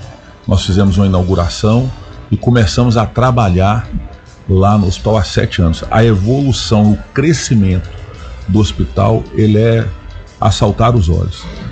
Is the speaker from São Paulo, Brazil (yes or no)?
no; Caratinga, Minas Gerais, Brazil; born there; also born or lived in Coronel Fabriciano; now in Ipatinga, Brazil; Eu sou natural de Caratinga, vim para Coronel Fabriciano quando meu pai veio assumir a segunda vara da comarca … morei em Coronel Fabriciano até 2000, em 2000 eu casei, mudei para Ipatinga e hoje eu vivo em Ipatinga